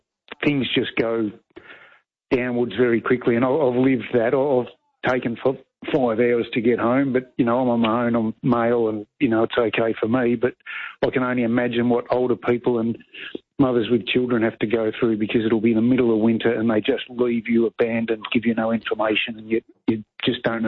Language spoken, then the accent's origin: English; Bendigo, Victoria, Australia; Look, I don't want to pile on because I'm from the Bendigo area as well.